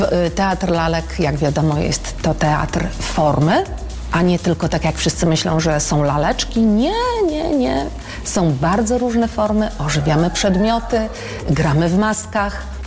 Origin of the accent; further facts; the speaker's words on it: Białystok, Podlaskie Voivodeship, Poland; moved away as an adult; now in Olsztyn, Poland; Pochodzę z Białegostoku.